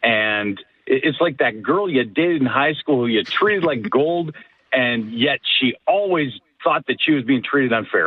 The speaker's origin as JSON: {"language": "English", "town": "Calgary", "region": "Alberta", "country": "Canada", "tie": "born there", "moved": "yes", "said": "I was born in Calgary. I was Alberta for quite some time."}